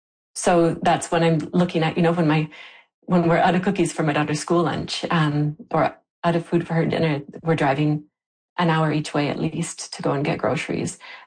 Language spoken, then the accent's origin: English; Lytton, British Columbia, Canada; I grew up in Lytton, so I knew warm weather. Lytton was Canada's hotspot